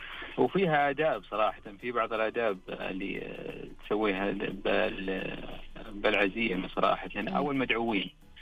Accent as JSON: {"language": "Arabic", "town": "Ha'il", "region": "Ha'il Province", "country": "Saudi Arabia"}